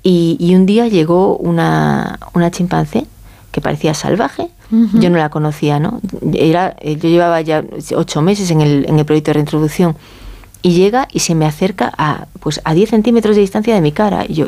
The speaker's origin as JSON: {"language": "Spanish", "region": "Galicia", "country": "Spain", "moved": "yes"}